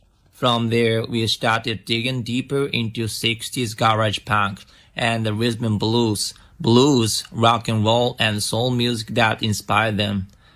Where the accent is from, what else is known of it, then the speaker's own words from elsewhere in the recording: Tokyo, Japan; English is a second language; We're all from Tokyo, and we grew up together going to the same schools since elementary school.